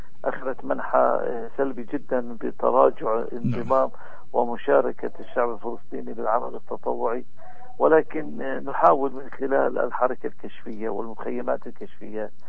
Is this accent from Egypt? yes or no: no; Palestine; بمجتمعنا الفلسطيني